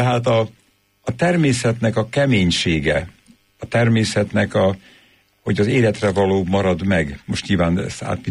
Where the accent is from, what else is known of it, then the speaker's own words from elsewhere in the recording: Pest, Hungary; És akkor utána egy gyönyörű kis faluban nevelkedtem Tápiósújban, ott volt közel az erdő